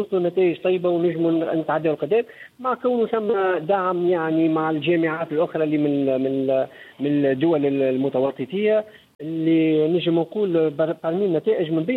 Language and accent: Arabic; Tunisia